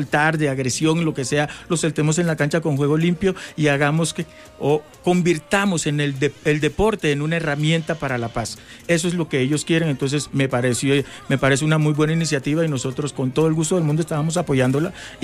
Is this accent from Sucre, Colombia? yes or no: no; Tumaco, Nariño, Colombia; yo soy de acá, yo soy colombiano, soy de Tumaco, Nariño.